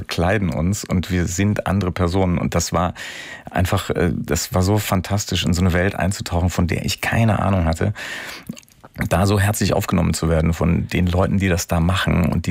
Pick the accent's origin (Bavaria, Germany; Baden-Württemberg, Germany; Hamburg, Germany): Bavaria, Germany; Munich; ich bin in München zur Schule gegangen